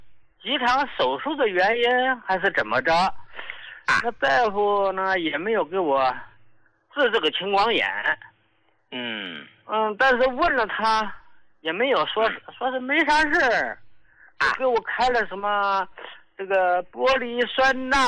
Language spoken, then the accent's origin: Chinese; Northeast China, China; moved away as an adult; now in Xiamen, China; 你看我老家呢是东北的，由于这个工作的原因，后来呢来到了这个厦门定居了。